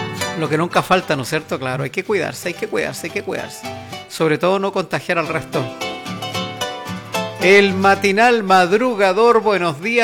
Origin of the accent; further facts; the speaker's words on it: Chile; somos chilenos todo el año